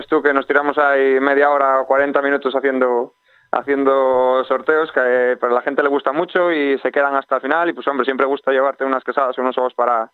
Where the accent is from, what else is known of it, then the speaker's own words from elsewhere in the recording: Villacarriedo, Cantabria, Spain; yo soy de Villacarriedo